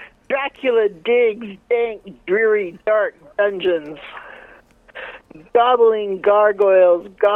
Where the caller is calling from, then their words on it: Vancouver, British Columbia, Canada; I'm calling from Vancouver, Canada.